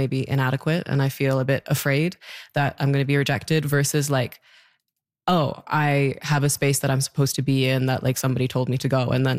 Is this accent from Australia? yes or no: no; Nunavut, Canada; also born or lived in Newfoundland and Labrador; no, I grew up there, and like I consider myself from Eqadirit. I consider myself from Nunavut, but I was born in Newfoundland.